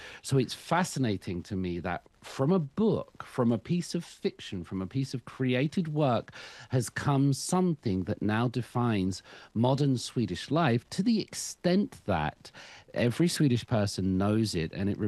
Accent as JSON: {"language": "English", "country": "United Kingdom", "said": "I, as a British person"}